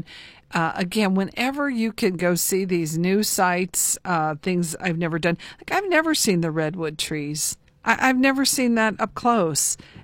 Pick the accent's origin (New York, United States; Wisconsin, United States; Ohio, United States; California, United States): Ohio, United States; Cuyahoga Falls; I grew up in Cuyahoga Falls